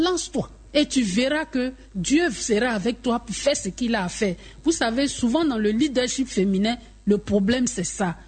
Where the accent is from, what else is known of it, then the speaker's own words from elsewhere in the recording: Côte d’Ivoire; Parce que chez nous en Afrique ici, comme je le disais tantôt, surtout en Côte d'Ivoire ici, une femme qui est divorcée ou bien qui a perdu son mari